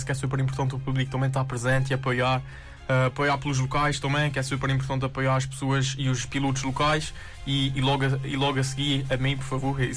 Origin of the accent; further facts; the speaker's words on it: Azores, Portugal; E a região dos Açores, para mim, é um orgulho enorme ser açoriano